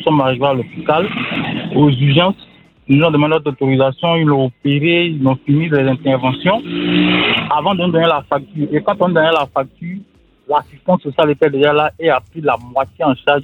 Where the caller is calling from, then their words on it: Grand-Bassam, Sud-Comoé, Côte d’Ivoire; Grand Bassam